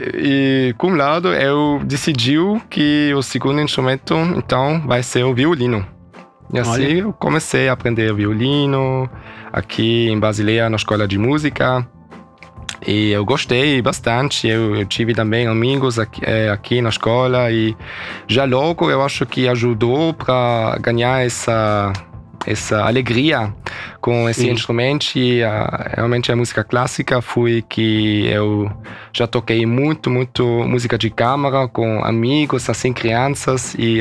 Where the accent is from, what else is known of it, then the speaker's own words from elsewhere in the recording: Basel, Basel-Stadt, Switzerland; Portuguese is a second language; eu nasci aqui em Basel.